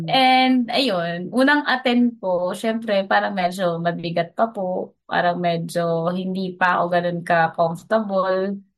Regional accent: Malabon, Metro Manila, Philippines; E tapos po, di ba, sobrang layo. I'm from Malabon. Tapos Mandaluyong po yung.

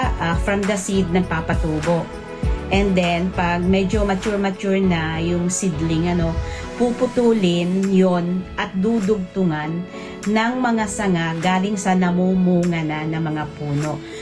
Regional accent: Bicol Region, Philippines; sa amin sa Camarines Norte ay minerba.

